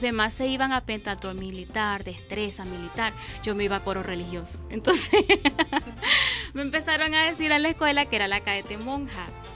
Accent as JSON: {"language": "Spanish", "town": "Espino", "region": "Guárico", "country": "Venezuela", "tie": "born or raised there", "moved": "yes", "lives_now": "Caracas, Venezuela", "said": "tengo la dicha de ser del estado Guárico, soy llanera, y bueno, me crié en un pueblo de aledaño a Valle de la Pascua que se llama Espino, y un pueblo muy, muy folclórico, súper llanero, muy sencillo, de gente muy humilde. Y en ese periodo de mi tiempo, bueno, allí viví sobre todo la infancia"}